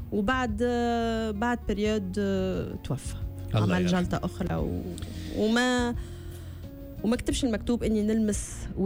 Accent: Tunisia; أما أنا تونسية حتى النخاع

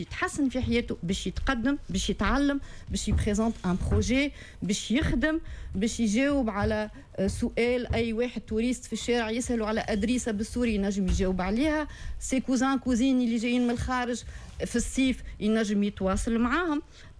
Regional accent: Tunisia; الأهمية متاع اللغة الفرنسية اللي عندنا في تونس هي لغة مهمة على خاطر الصغار يقراوها في المكتب ملي هما صغار،

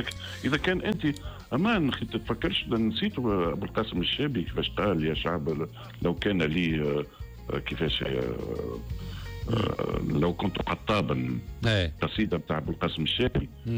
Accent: Tunisia; انا تونسي

